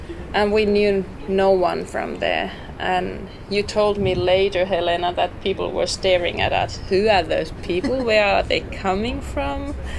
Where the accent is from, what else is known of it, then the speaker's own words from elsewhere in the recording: Kalajoki, North Ostrobothnia, Finland; English is a second language; And the local Greens asked me to be their candidate in Kalajoki, in my hometown.